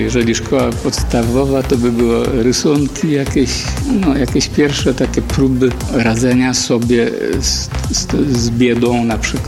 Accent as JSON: {"language": "Polish", "town": "Lubawa", "region": "Warmian-Masurian Voivodeship", "country": "Poland", "tie": "born or raised there", "lives_now": "Złotowo, Poland", "said": "Tak, w Złotowie … za Złotowa, koło Lubawy, ale mieszkałem w Lubawie, urodzony jestem w Lubawie. Od 18 lat jestem pobudowany w Złotowie, nawet za Złotowem, ostatnia chata za wsią, jak to się mówi, z widokiem na wzgórza Dylewskie."}